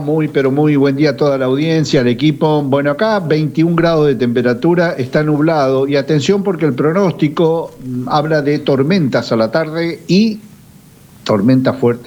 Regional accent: Reconquista, Santa Fe, Argentina; yo soy de Reconquista, toda mi vida viví acá

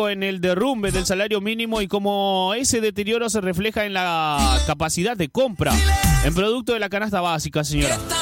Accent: Argentina; Somos argentinos.

